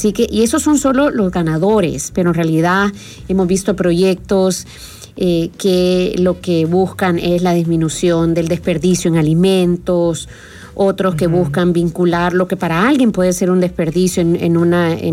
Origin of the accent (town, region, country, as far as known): El Salvador